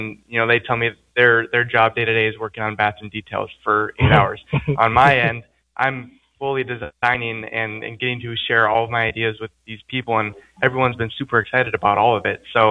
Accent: Minnesota, United States; moved away as an adult; now in Kildare, United States; I'm originally from Minnesota.

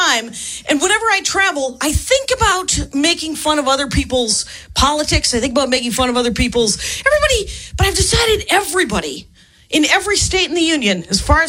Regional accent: Wisconsin, United States; I'm from Wisconsin. There's nothing to be done. Scott Walker is our governor.

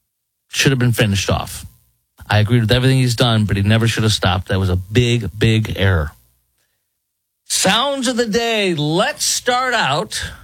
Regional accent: Chicago, Illinois, United States; Let's go to Chicago, my hometown. It's always fun in Chicago.

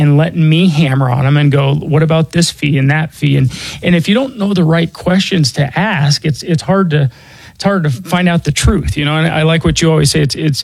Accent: Denver, Colorado, United States; born or raised there

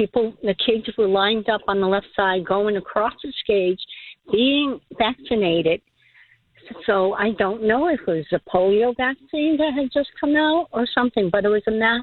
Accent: New York, United States; moved away; I was born in New York

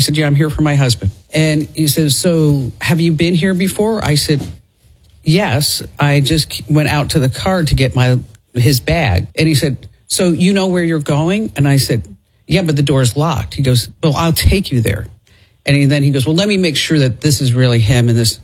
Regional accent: New Jersey, United States; I'm from New Jersey. I can handle this.

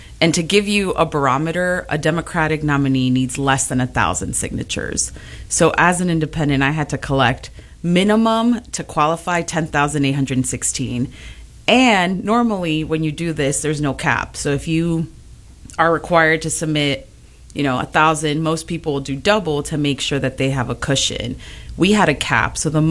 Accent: Chicago, Illinois, United States; I was born and raised in Back of the Yards, for those who are familiar with the area. So, you know, working class, heavily immigrant community

